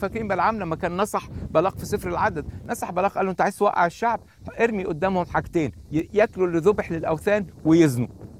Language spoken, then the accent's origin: Arabic; Egypt; now in United States; انا عايش في امريكا اساسا من مصر، وبفتخر ان انا من مصر وبفتخر ان انا عايش في امريكا